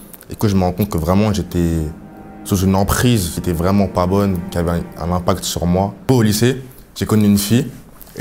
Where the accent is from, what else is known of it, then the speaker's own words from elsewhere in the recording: Paris, Île-de-France, France; j'ai 19 ans et voici mon témoignage. Allez, go, go. J'ai grandi à Paris avec ma mère et pas mon père